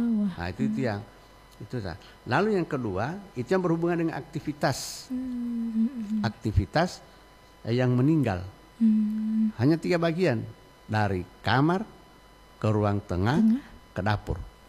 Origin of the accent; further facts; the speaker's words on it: Gorontalo, Indonesia; identitas kesukuan kita sebagai orang Gorontalo